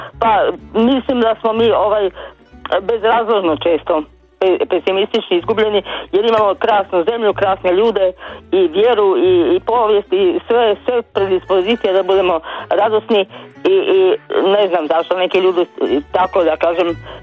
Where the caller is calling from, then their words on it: Virovitica, Virovitica-Podravina County, Croatia; Iz Virovitice.